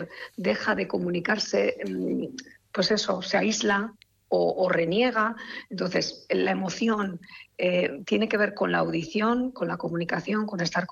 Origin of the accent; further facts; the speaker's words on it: San Sebastián, Basque Country, Spain; also born or lived in Santurce; Me vine luego a Donosti, soy donostiarra, sí